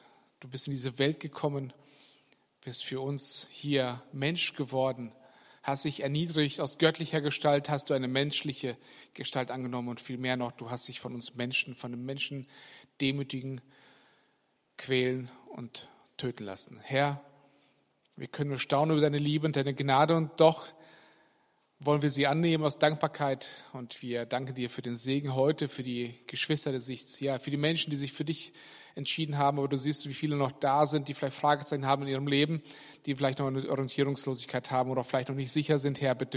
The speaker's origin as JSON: {"language": "German", "country": "Germany", "said": "Wir sind ja Deutsche, wir lieben Ordnung."}